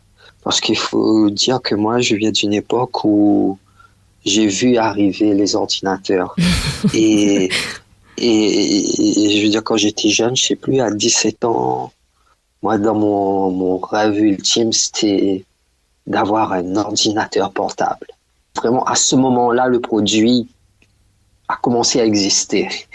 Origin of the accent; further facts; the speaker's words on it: Réunion; moved away as an adult; c'est quand j'ai quitté La Réunion pour aller à l'armée.